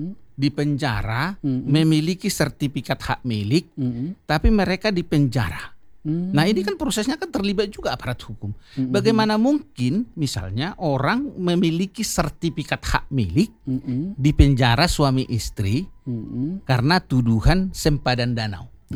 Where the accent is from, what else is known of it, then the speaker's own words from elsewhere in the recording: North Sumatra, Indonesia; Budaya kami orang Batak ini sawah. Sawah ini dibuat jadi padi, ditanam ikan.